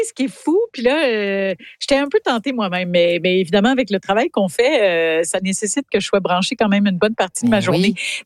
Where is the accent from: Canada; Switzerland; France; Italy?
Canada; Nova Scotia; Je viens de la Nouvelle-Écosse.